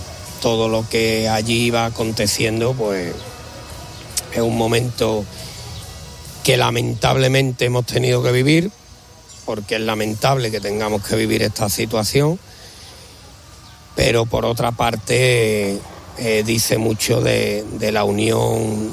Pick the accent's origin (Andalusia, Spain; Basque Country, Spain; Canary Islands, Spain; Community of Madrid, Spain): Andalusia, Spain; Gerena; lo dice uno que hace 15 días estuve en Sevilla, estuve en mi pueblo, en Gerena